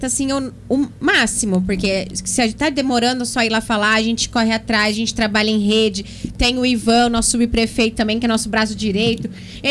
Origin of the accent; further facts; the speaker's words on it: Pirangi, São Paulo, Brazil; Eu sou de Pirangi.